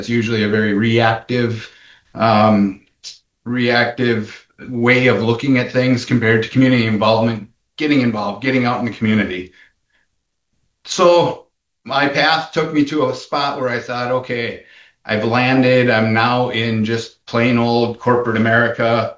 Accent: Manitowoc County, Wisconsin, United States; Well, I grew up pretty poor in Manitowoc County.

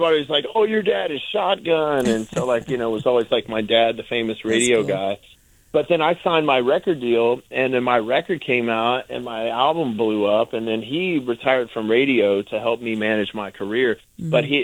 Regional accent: Shreveport, Louisiana, United States; my hometown in Shreveport.

